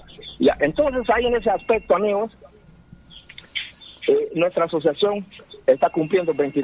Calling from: Chiclayo, Lambayeque, Peru; Yo soy un morador de La Habana, de Chiclayo, y acá tenemos un ojo de agua como el Trancayaco.

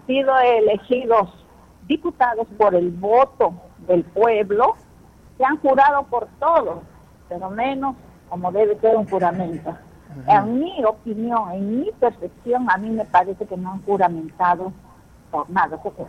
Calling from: Peru; Todos los que somos buenos peruanos

